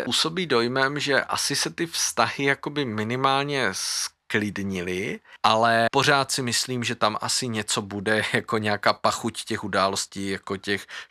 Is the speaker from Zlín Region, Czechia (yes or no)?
yes; Zlín, Zlín Region, Czechia; já jsem jako z České republiky, já jsem ze Zlína